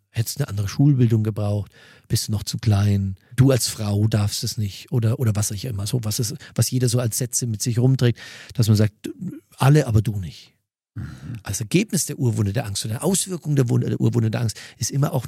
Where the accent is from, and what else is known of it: Mühldorf am Inn, Bavaria, Germany